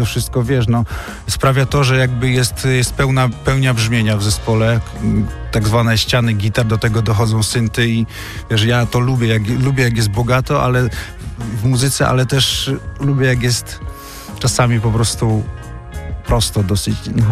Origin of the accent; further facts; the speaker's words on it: Mędków, Lesser Poland, Poland; bo pochodzę z takiej miejscowości Mędków, która jest nieopodal, powiedzmy, Chrzanowa, czyli w połowie drogi między Katowicami a Krakowem.